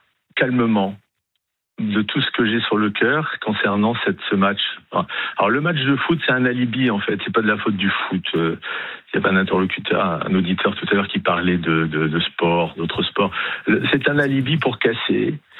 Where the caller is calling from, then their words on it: Corsica, France; Je vous appelle de Corse.